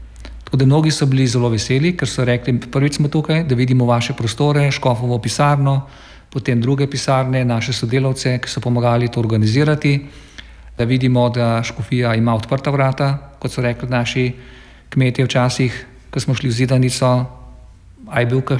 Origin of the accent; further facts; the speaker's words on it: Mirna Peč, Southeast Slovenia, Slovenia; to sem tudi v mojem domačem kraju povedal. V Mirni peči